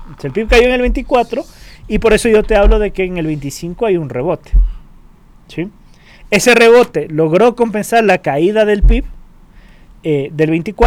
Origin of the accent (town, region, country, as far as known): Ecuador